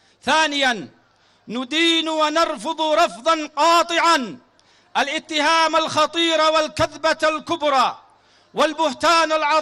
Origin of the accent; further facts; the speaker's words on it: Yemen; فنحن كشعب يمني أنفسنا وأرواحنا وحياتنا وأموالنا وما نملك فداءً لمكة المكرمة